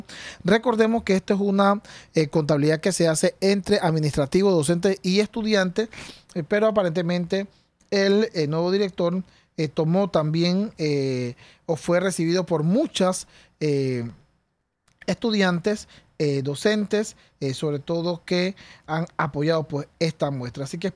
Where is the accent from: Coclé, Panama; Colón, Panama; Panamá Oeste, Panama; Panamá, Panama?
Colón, Panama; Escobal; gente que viene de las costas, de donde soy yo, de Escobal, de Cuipo